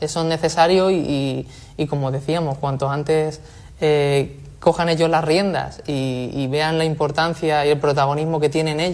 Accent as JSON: {"language": "Spanish", "region": "Castilla-La Mancha", "country": "Spain", "moved": "yes"}